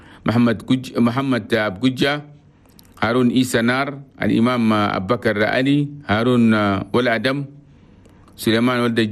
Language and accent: Arabic; Chad; أنا بلدنا تشاد بلدتو ما نقول لكم صباح الخير من الإذاعة الوطنية التشادي